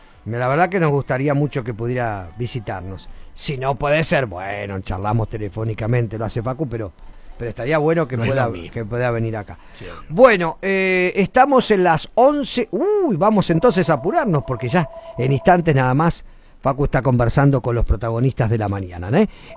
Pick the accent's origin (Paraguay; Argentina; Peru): Argentina; Azul, Buenos Aires Province; soy azuleño, argentino hasta la muerte.